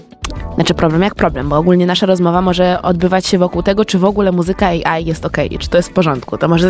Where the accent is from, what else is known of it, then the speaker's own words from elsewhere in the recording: Warsaw, Masovian Voivodeship, Poland; jestem warszawianką